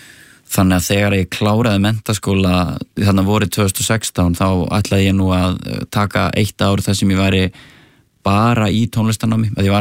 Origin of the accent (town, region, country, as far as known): Árbær, Capital Region, Iceland; born or raised there